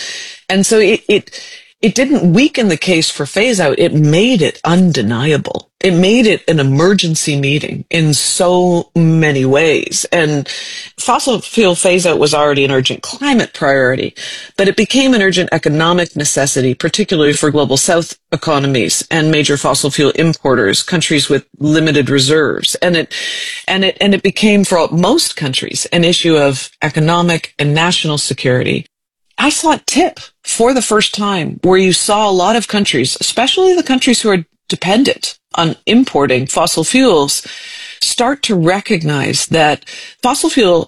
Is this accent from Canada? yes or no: yes; Canada; As a Canadian, I didn't know really what Canada was doing there when they have they're dramatically expanding production. In fact, my country was the only country who spoke from the floor